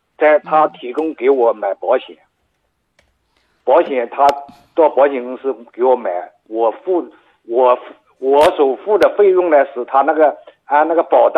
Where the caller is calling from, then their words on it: Zhejiang, China; 因为我是浙江的